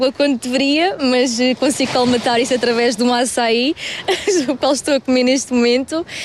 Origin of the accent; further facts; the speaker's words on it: Faro, Algarve, Portugal; sou algarvia de gema e com bastante orgulho farense também